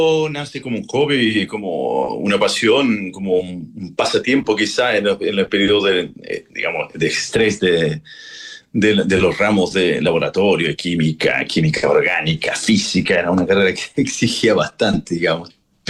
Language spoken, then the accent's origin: Spanish; São Paulo, Brazil; also born or lived in Chile; crecí en São Paulo, en Brasil, uh-huh, ya, por temas familiares. Nos fuimos a vivir los años 80. En el año, justamente el inicio del 91, regresamos a Chile